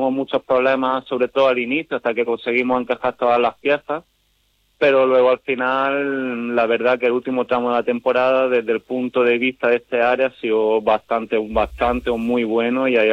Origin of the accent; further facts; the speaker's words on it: El Ejido, Andalusia, Spain; moved away; also born or lived in Italy; Yo soy un ejidense más